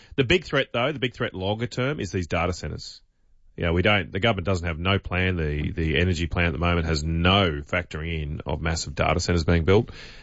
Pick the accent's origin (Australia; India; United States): Australia; Queensland; And I'm not from Sydney. I was happily living in central Queensland, enjoying the sunshine and freedom. And I did come to the conclusion, Ben, that during COVID, Queenslanders secretly want the border shut all the time. It just gave us a convenient excuse to keep you out.